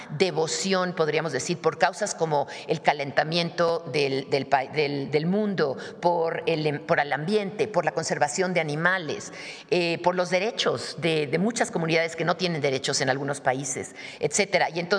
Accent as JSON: {"language": "Spanish", "country": "Mexico", "said": "como mexicana que soy"}